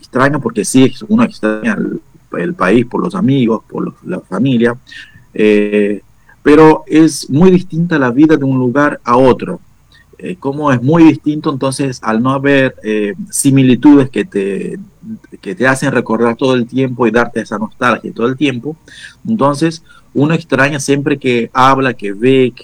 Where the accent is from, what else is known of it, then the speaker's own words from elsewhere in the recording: Cape Verde; moved away as an adult; now in Argentina; en Cabo Verde todavía vivimos la historia